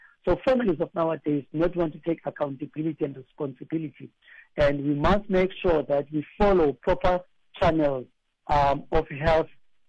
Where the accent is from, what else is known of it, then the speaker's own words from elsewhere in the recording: Engcobo, Eastern Cape, South Africa; I'm coming from Engcobo, in a small village where the villagers, they take accountability of what is happening within the village.